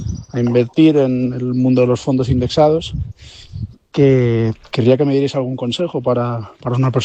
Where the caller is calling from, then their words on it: Murcia, Region of Murcia, Spain; de Murcia y tenía una pregunta para vosotros, que soy un chico de 21 años